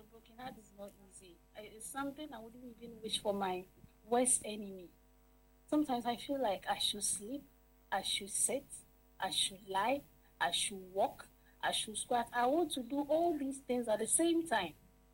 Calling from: Tarkwa, Western Region, Ghana; I'm calling from Takwa.

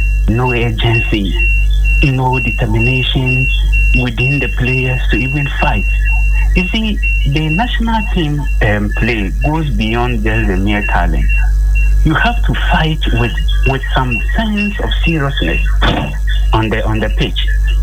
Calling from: Accra, Greater Accra, Ghana; I'm from Accra.

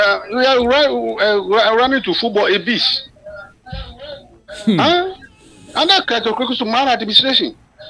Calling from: Ghana; calling from Ajusu Besiyase.

